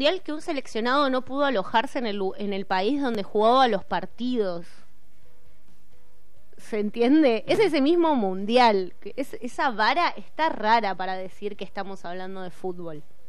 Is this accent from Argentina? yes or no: yes; Argentina